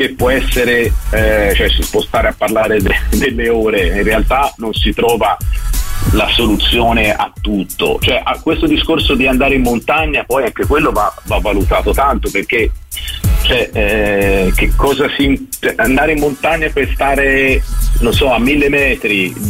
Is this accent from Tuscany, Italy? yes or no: yes; Florence, Tuscany, Italy; La piazza si sa tutti, sono fiorentino e tifo Fiorentina da sempre